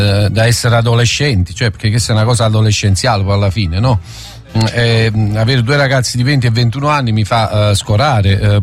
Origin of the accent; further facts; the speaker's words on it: Naples, Campania, Italy; born there; Ma penso perché sono nato a Napoli